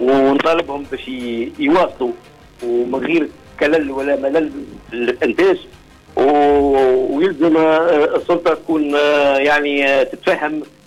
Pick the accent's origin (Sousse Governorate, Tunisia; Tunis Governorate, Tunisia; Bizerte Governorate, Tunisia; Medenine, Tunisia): Bizerte Governorate, Tunisia; المشاكل اللي عندنا في بنزرت